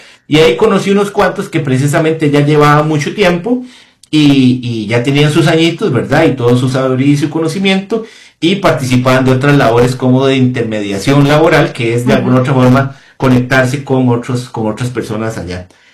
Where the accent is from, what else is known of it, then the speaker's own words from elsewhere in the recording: Costa Rica; nosotros como costarricenses